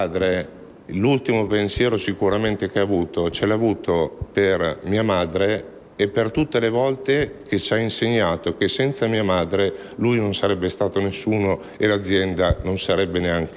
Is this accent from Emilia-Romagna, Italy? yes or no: yes; Emilia-Romagna, Italy; sono emiliano romagnolo e per me è fondamentale